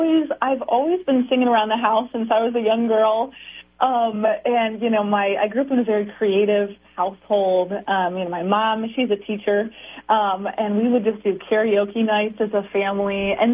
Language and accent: English; Columbus, Ohio, United States; moved away as an adult; So like you said, Michelle, I grew up in Columbus, Ohio.